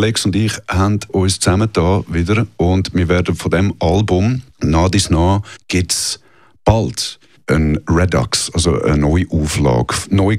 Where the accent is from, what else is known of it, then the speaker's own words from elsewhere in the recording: Bubikon, Zurich, Switzerland; In Bubiken, Wolfhausen.